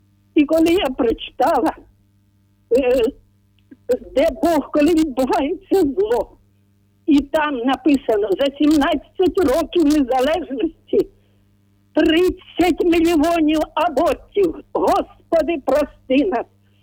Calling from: Vorzel, Kyiv Oblast, Ukraine; Я із Ворзеля

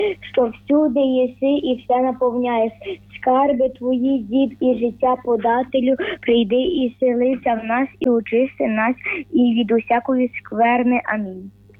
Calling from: Pustomyty, Lviv Oblast, Ukraine; Я з Поздимира Львівської області.

